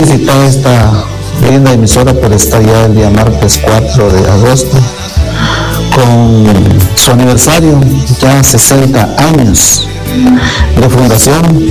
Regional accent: Carrizalón, Copán, Honduras; Vengo de Carrizalón, Copanruenas. … ando con toda mi familia

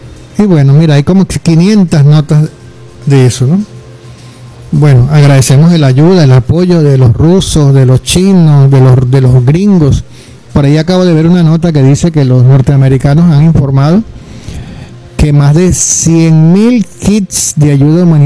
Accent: Venezuela; como venezolanos, agradecemos todo el apoyo que estamos recibiendo

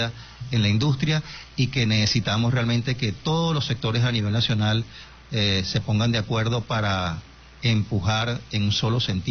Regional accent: Venezuela; como venezolano y como industrial

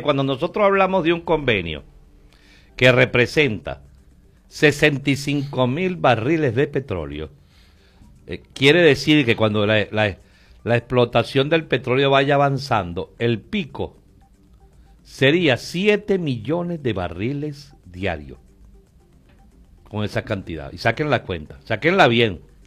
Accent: Venezuela

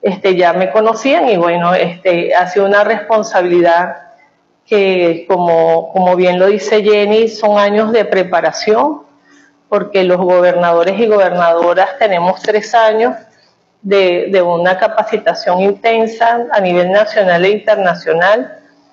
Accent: Venezuela; como decimos los venezolanos

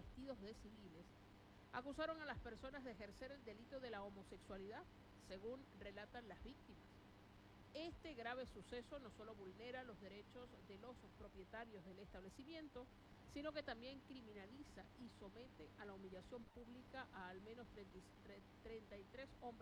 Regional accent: Zulia, Venezuela; para los que somos del Zulia, ¿no? Y digamos, siempre el equipo de la casa

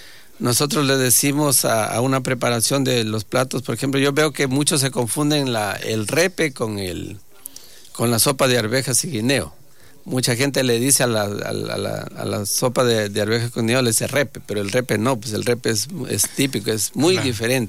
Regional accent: Catamayo, Loja, Ecuador; los que somos de Loja, al menos yo soy de Catamayo también

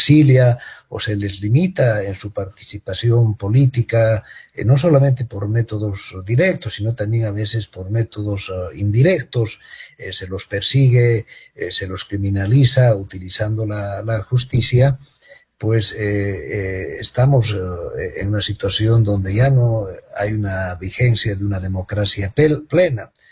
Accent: Bolivia; a mi país, Bolivia. Yo vengo de Bolivia

